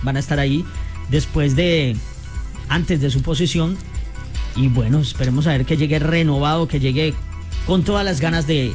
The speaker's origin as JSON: {"language": "Spanish", "country": "Colombia"}